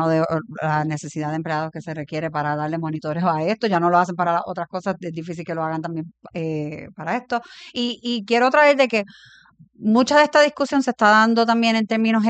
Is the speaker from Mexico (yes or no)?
no; Cabo Rojo, Puerto Rico; Que me tengo que reír porque yo soy de Cabo Rojo y he correteado toda esa área